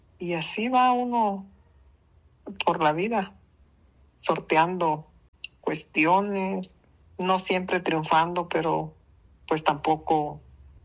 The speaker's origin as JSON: {"language": "Spanish", "town": "Pinotepa Nacional", "region": "Oaxaca", "country": "Mexico", "tie": "born or raised there", "moved": "as an adult", "lives_now": "El Ciruelo, Mexico", "said": "yo estudié en la ciudad de Pinotepa, yo vivo en el Cirilo, me casé para acá, pero yo de niña estudié ahí en Pino."}